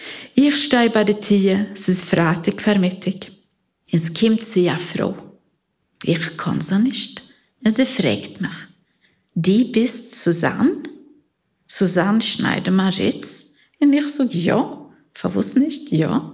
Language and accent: German; Poland; first language Yiddish; German is a second language; now in Sweden; Ich bin aufgewachsen in Polen. Meine Eltern haben tagtäglich mit mir geredet Jiddisch. Ich bin gegangen in eine jiddische Schule. In Polen, 1969, hat man uns alle rausgeworfen. Ich wohne schon 40 Jahre in Schweden.